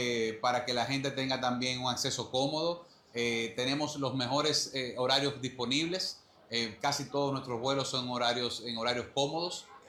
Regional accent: Dominican Republic; una sonrisa, eso que tanto nos caracteriza como dominicanos

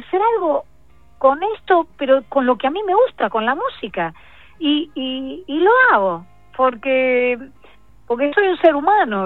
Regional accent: Buenos Aires Province, Argentina; now in Buenos Aires, Argentina; Soy una chica de la zona sur que vivo en Capital

